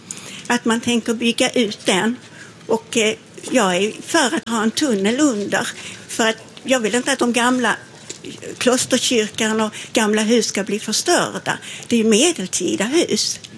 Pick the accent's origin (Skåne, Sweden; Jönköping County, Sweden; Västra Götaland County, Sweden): Skåne, Sweden; Lund; Jag har ju bott i Lund i hela mitt liv. Jag är född här, uppvuxen här.